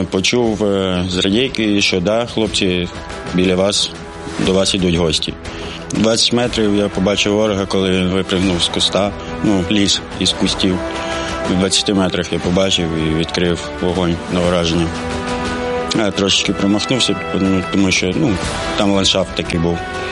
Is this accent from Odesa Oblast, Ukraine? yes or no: yes; Roksolany, Odesa Oblast, Ukraine; Я з Одеси, з півдня країни, з невеличкого села неподалік Одеси, такого милозвучного, називаються Роксолани. Найсонячно, по-моєму, спогади тільки найкращі. Там я провів все своє дитинство, ну і весь свій життєвий шлях